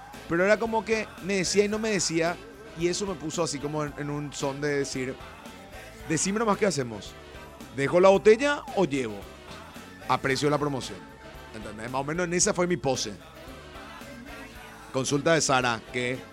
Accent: Paraguay; como paraguayo, entendí la situación

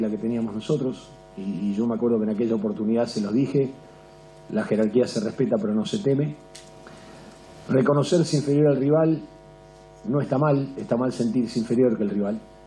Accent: Argentina; Y esto se los dije a los jugadores como argentinos. Le digo, miren, yo le voy a decir una cosa como argentino, no como técnico de la selección paraguaya.

